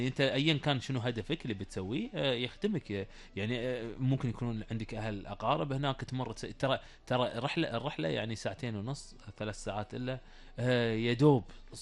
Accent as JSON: {"language": "Arabic", "country": "Kuwait"}